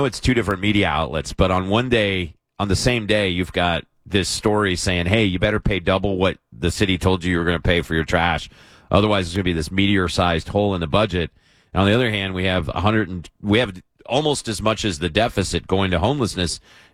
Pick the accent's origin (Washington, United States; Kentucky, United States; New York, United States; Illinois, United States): Kentucky, United States; now in San Diego, United States; I'm from Kentucky